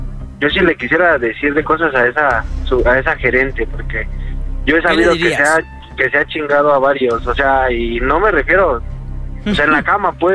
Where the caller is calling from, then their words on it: Zumpango, State of Mexico, Mexico; Sí, soy de Zumpango.